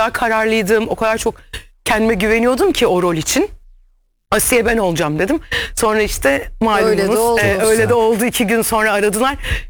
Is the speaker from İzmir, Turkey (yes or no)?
no; Trabzon, Turkey; also born or lived in Istanbul; Tamam hani İstanbul doğumluyum ama Karadenizli, Trabzonluyum, Trabzon sporluyum, gurur duyuyorum.